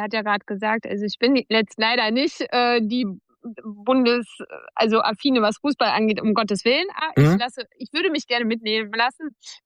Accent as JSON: {"language": "German", "region": "Berlin", "country": "Germany", "tie": "born there", "moved": "yes", "lives_now": "Bielefeld, Germany", "said": "Also ich bin gebürtige Berlinerin und ich lebe in Bielefeld"}